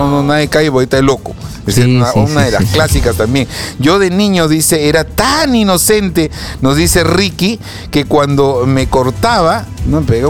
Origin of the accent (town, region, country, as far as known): Chorrillos, Lima, Peru